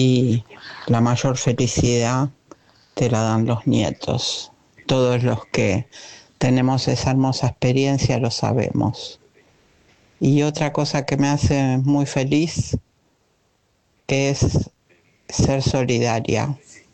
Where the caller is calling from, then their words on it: Buenos Aires, Argentina; de Villa del Parque